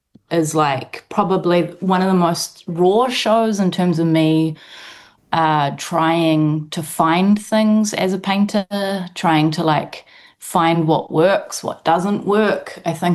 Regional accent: New Zealand; moved away as an adult; now in United Kingdom; being a settler from Aotearoa, who then returns to the motherland as a settler still, and the kind of barrier of being Pākehā. I'm on an ancestry visa here

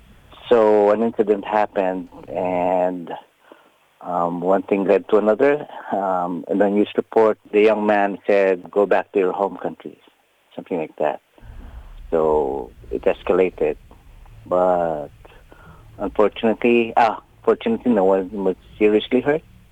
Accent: Philippines; English is a second language; now in New Zealand; Philippines is also English really widely spoken. It's our second language.

